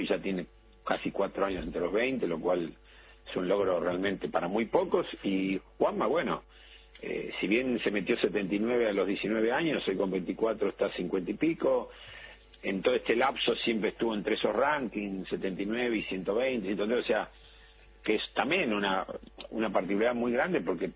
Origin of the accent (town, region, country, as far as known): Argentina